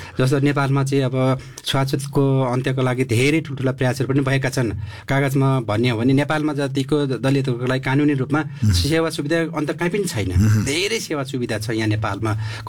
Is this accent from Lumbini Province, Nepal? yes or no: no; Dhankuta, Koshi Province, Nepal; मेरो गाउँ धनकुटा हो, म गाउँमा बस्छु